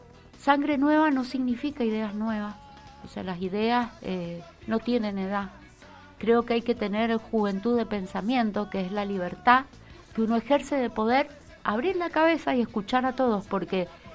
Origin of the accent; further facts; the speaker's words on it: Las Heras, Mendoza, Argentina; yo soy de Las Heras de alma